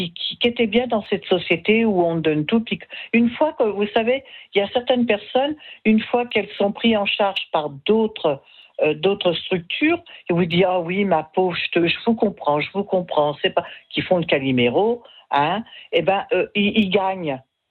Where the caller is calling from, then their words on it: Saint-Brieuc, Brittany, France; je vais vous dire où je suis à Saint-Brieuc